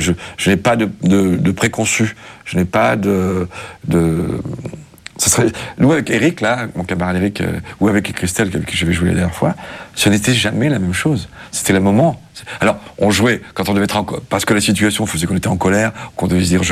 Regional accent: Mâcon, Bourgogne-Franche-Comté, France; born there; je vais avoir 16-17 ans par là. Je m'intéresse vraiment. Et là, je suis à Mâcon

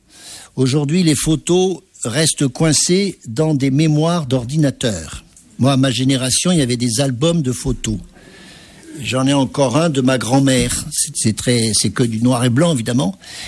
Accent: Auvergne-Rhône-Alpes, France; parce qu'on est originaire de l'Auvergne, alors ça, c'est sacré dans notre famille.

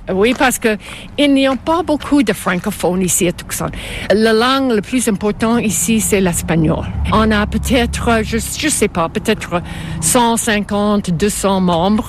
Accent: Canada; French is a second language; also born or lived in Montreal, Canada / California, United States; Oui, je suis canadienne anglaise, mais pour 10 ans, de l'âge de 12 ans, j'avais vécu à Montréal.

